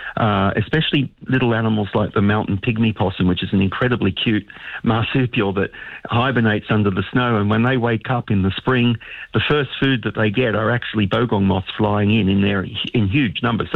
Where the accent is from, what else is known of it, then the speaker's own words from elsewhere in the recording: Australia; now in Lund, Sweden; I'm actually an Australian.